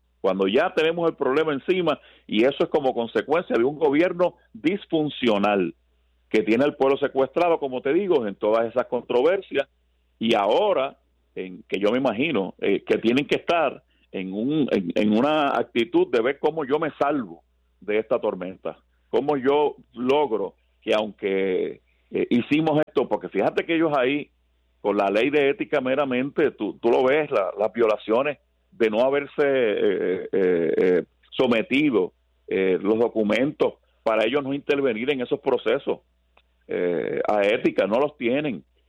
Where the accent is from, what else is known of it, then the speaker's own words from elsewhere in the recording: Puerto Rico; me duele profundamente como puertorriqueño, como servidor público de toda la vida